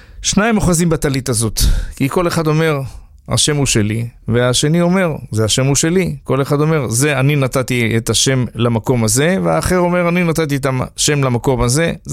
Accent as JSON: {"language": "Hebrew", "town": "Jerusalem", "region": "Jerusalem District", "country": "Israel", "moved": "yes", "said": "אגב, אני ירושלמי במקור"}